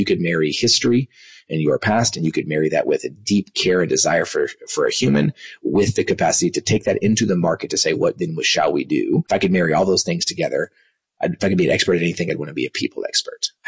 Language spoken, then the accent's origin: English; Dallas, Texas, United States; born or raised there; also born or lived in Kansas